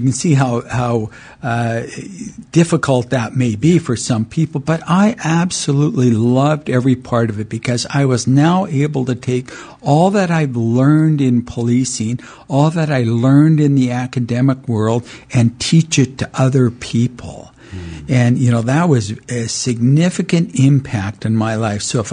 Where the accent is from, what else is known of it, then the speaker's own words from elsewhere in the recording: Kamloops, British Columbia, Canada; born there; I was born in Kamloops. My mother was born in Kelowna.